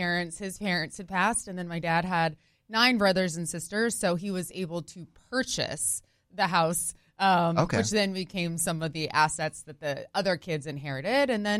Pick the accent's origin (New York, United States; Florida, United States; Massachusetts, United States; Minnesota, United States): Florida, United States; Winter Park; born there; moved away; I was born right here in Winter Park.